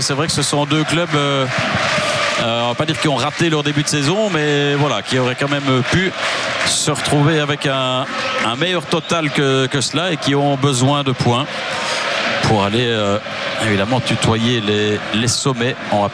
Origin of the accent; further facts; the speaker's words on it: France; comme je suis français, moi je dis Biancone.